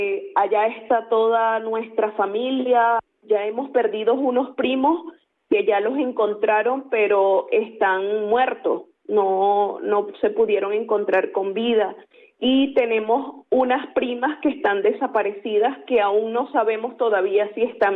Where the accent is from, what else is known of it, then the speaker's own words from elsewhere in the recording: Venezuela; Bueno, nosotros como venezolanos hoy estamos totalmente consternados